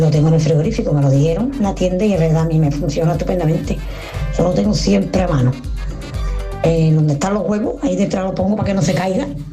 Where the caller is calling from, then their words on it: Utrera, Andalusia, Spain; de Utrera